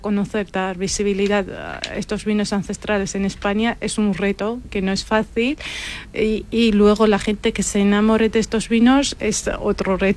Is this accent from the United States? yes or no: no; Georgia; now in Spain; yo soy de Georgia